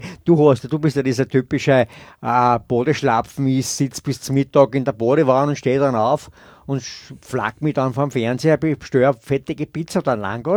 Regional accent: Austria; Stimmt, wir sind Österreicher.

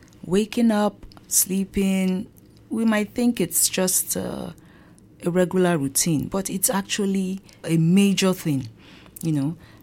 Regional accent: Nigeria; English is a second language; now in Austria; I'm African and I'm Nigerian. I'm here in Austria studying my course in English and American Studies, my master's to be precise.

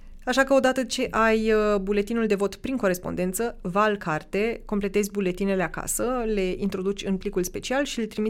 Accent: Romania; now in Graz, Austria; eu sunt român brea, așa că hai să vorbim puțin despre asta

